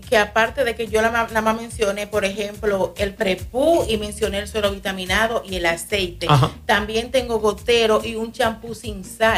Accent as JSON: {"language": "Spanish", "region": "Espaillat", "country": "Dominican Republic", "said": "Yo soy de Quebrada Honda."}